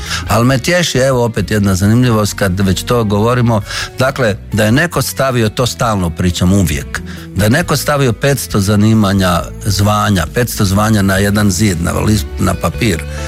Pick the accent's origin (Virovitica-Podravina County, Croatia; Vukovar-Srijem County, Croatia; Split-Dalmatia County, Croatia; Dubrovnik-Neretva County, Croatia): Virovitica-Podravina County, Croatia; Slatina; A kako sam porijeklom iz Slatine, a Slatina je na, ne znam, na rimskom, na kojem, Marinianis.